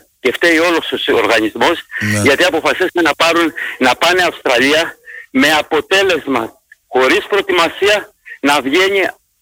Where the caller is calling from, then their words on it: Stuttgart, Baden-Württemberg, Germany; Ένα τελευταίο, ναι, από Στουγκάρδη.